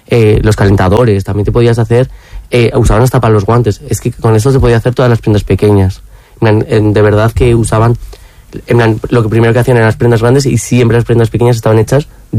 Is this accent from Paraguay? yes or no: no; a village in Burgos province, Castile and León, Spain; a mí venir a Burgos y que me reconozcan que soy del pueblo me encantaría